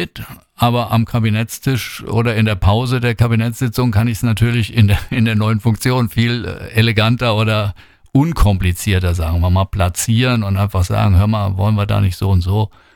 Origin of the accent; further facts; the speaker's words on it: Bad Kreuznach, Rhineland-Palatinate, Germany; Also ich will unbedingt meiner Stadt und meiner Heimatregion, auch meinem Wahlkreis, treu bleiben.